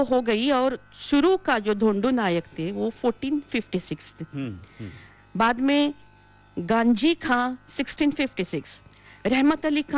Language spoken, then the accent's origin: Hindi; Kairana, Uttar Pradesh, India; किराना का … रहने वाला हूँ, मैं वो किराना गांव के है